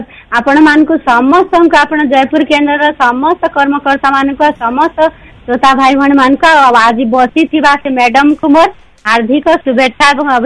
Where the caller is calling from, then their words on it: Odisha, India; ମୁଁ ବରିଗଡ଼ରୁ